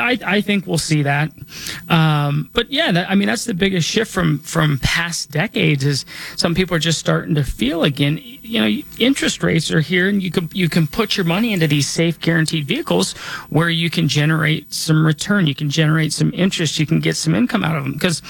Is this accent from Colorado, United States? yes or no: yes; Denver, Colorado, United States; I was born and raised here in Denver.